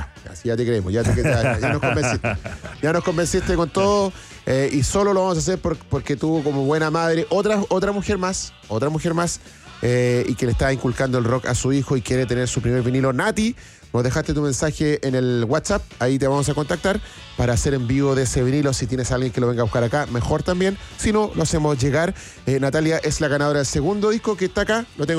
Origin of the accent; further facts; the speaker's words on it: Chile; No, somos de Chile.